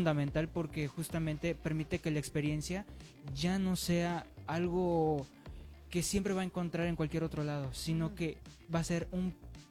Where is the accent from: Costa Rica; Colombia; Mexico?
Mexico